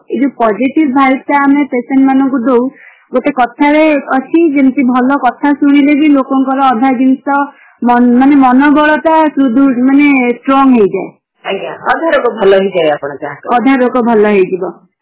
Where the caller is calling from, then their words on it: Jajpur, Odisha, India; ଯାଜପୁରରୁ କହୁଛି।